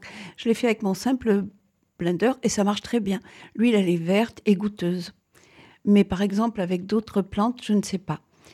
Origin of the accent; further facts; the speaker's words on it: Auvergne-Rhône-Alpes, France; born there; moi, je suis née dans la Drôme des Collines, hein, je connais bien la flore de cette région.